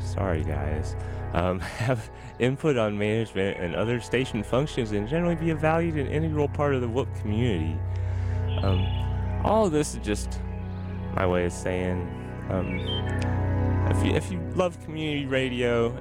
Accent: Ohio, United States; now in Hillsborough, United States; since I grew up in Ohio.

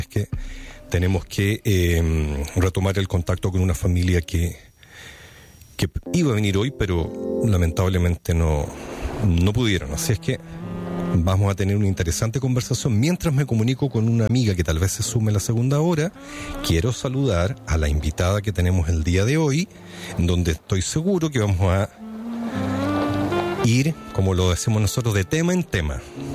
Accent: Chile; Yo soy chileno

